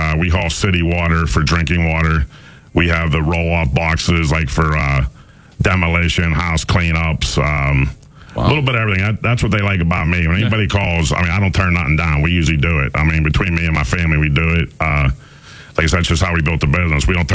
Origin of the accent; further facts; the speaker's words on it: Big Beaver, Pennsylvania, United States; now in North Sewickley, United States; born and raised in Beaver County, you know, Big Beaver, Pennsylvania is where I was, you know, basically born and raised. And then, you know, me and my wife, 1994, so we moved to North Swickley